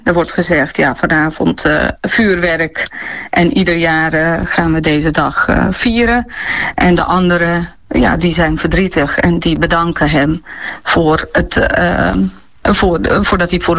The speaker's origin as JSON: {"language": "Dutch", "country": "Bosnia & Herzegovina", "moved": "yes", "lives_now": "Netherlands", "said": "ik kom echt uit Bosnië, waar die oorlogsmisdaden plaats hebben gevonden. Zelf van Servisch-Kroatische roots."}